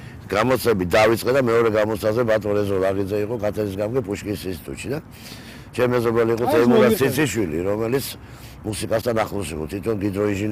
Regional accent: Tbilisi, Georgia; ერთ შეულებრ ოჯახში დავებადე, თარხნიშვილის 11-ში ჩიხში, კოლორიტ ეზოში დავებადე

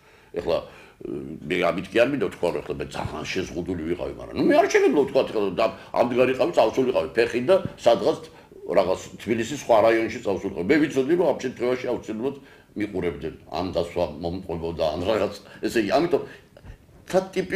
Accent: Tbilisi, Georgia; born there; also born or lived in Moscow / London; თბილისი ქალაქია, რომელშიც დავიბადე ჯერისით, რომელშიც ცხოვრობ პრაქტიკულად თითქმის მთელი ცხოვრება, თითქმის ვამბობი, იმიტომ რომ იყო პერიოდები, როცა ვიცხოვრე სხვა ქალაქებში

